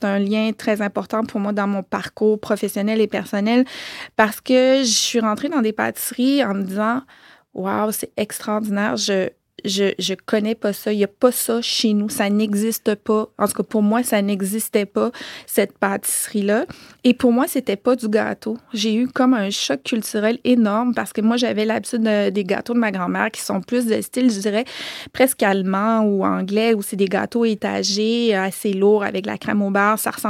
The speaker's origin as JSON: {"language": "French", "region": "Quebec", "country": "Canada", "said": "ce que les Français font n'existe pas chez nous au Québec."}